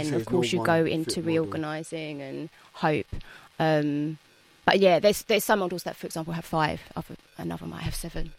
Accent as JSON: {"language": "English", "region": "London", "country": "United Kingdom", "tie": "born or raised there", "said": "our estate that I grew up in Forest Hill"}